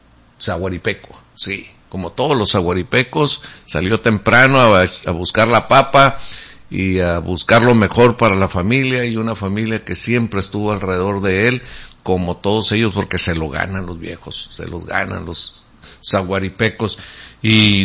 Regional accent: Mexicali, Baja California, Mexico; Nacimos aquí en Mexicali, pero traemos todo lo de allá de Honora.

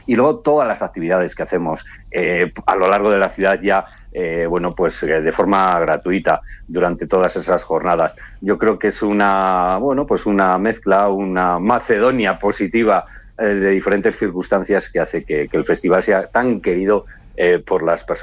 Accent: Castile and León, Spain; como somos los castellanos y leoneses.

